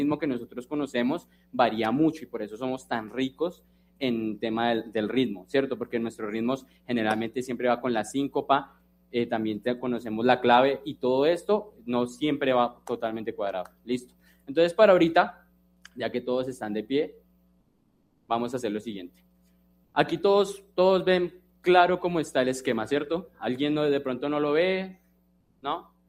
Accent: Bogotá, Colombia; aquí yo soy Rolo, la verdad. ¿Cuántos Rolos tenemos acá?

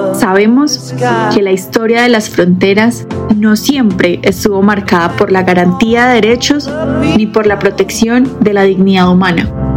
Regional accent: Colombia; solo los colombianos podemos acceder a derechos.

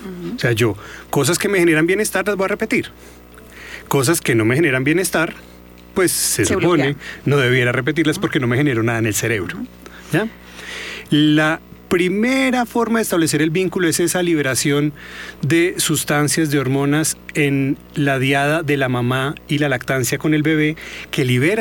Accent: Manizales, Caldas, Colombia; el platico favorito, yo que soy de Manizales, que la bandejita paisa

